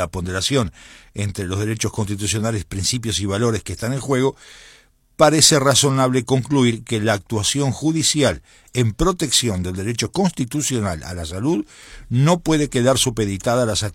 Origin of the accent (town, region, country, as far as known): Uruguay